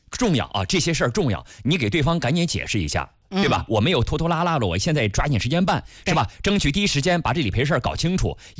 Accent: Shandong, China; 咱们山东人，你看就是是吧？就是这个说话办事儿就是利索是吧？

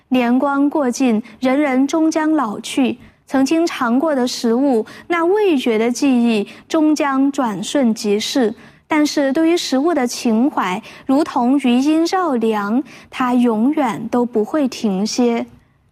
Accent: China

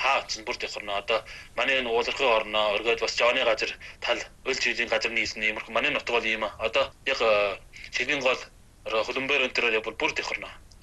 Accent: Inner Mongolia, China; Манай өвөр Монгол орн хол хол сууж байгаа биш үү да.

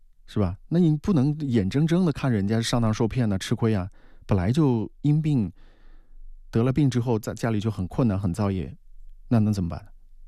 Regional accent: Wuhan, Hubei, China; 我们武汉人就说

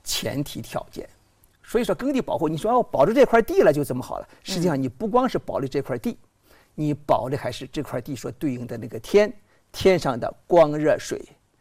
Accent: Wen County, Henan, China; 比如我们老家河南温县叫铁棍山药

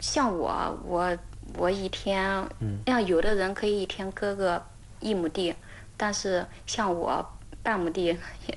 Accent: Anhui, China; 因为本来我们就是安徽的

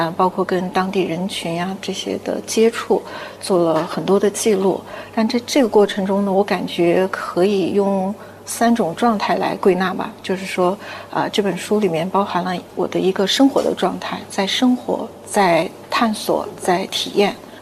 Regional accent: Turpan, Xinjiang, China; moved away as an adult; now in Urumqi, China; 当时我因为出生在吐鲁番啊

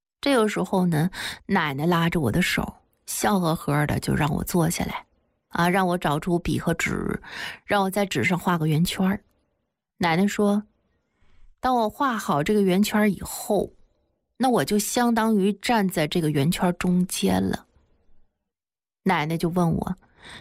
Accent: Zedang, Tibet, China; 我就是在敬老院里长大的孤儿，关于我的身世，在整个的西藏山南的泽当镇。那几乎是家喻户晓了

